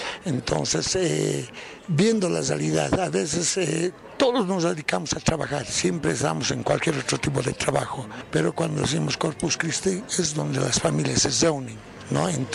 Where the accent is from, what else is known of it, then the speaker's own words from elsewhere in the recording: Bolivia; tratar de que nosotros como bolivianos ser tal vez una luz a nivel mundial, ¿no?